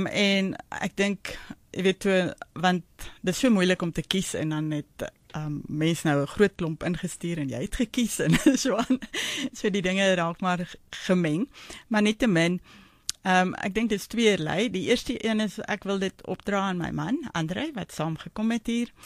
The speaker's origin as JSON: {"language": "Afrikaans", "town": "Pretoria", "region": "Gauteng", "country": "South Africa", "tie": "born or raised there", "moved": "yes", "lives_now": "Linden, Johannesburg, South Africa", "said": "In die Moot omgeving in Pretoria, so ook baie lief vir die Moot omgeving, en dit is baie lekker gewees, omdat ons ook in die laerskool Rietfontein Noord was ek en Hoërskool Wesmoed."}